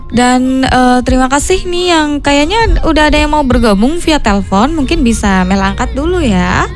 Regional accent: Karangkobar, Central Java, Indonesia; Aku orang Karangkobar kebetulan.

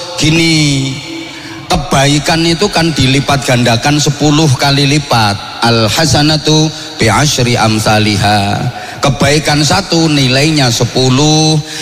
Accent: Java, Indonesia; Kita kan orang Jawa toh.

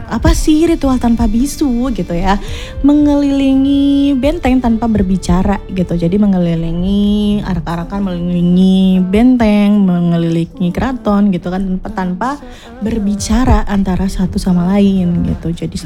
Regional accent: Java, Indonesia; ada Jawa kayak kita nih

